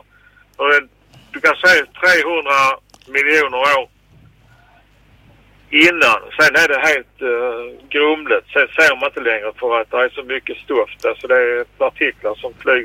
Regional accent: Sweden; born there; Så det är rent tur, Kalle, att vi är födda i Sverige, du och jag och alla andra.

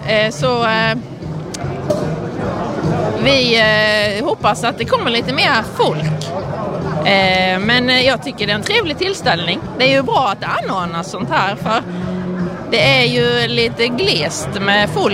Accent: Skåne, Sweden; jag är från Skåne men nordöstra.

